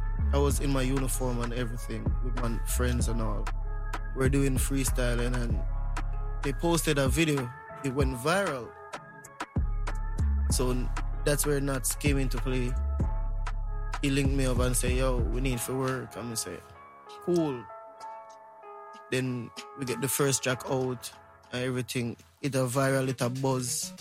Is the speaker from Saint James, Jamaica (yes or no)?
yes; Montego Bay, Saint James, Jamaica; born there; accent: patois